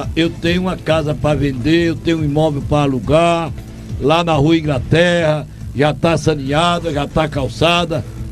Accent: Altinho, Pernambuco, Brazil; born or raised there; moved away

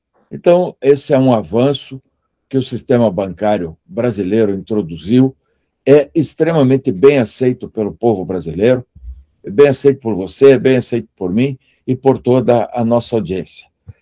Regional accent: Curitiba, Paraná, Brazil; born there; Nós somos brasileiros, nascidos em Curitiba, Paraná, Brasil.

